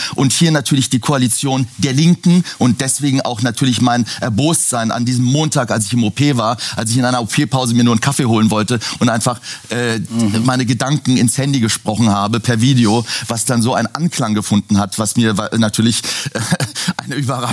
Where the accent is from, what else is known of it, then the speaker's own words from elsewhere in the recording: Iran; letztendlich bin ich Iraner, iranischer Herkunft. Meine Eltern sind beide Perser, meine Eltern sind Iraner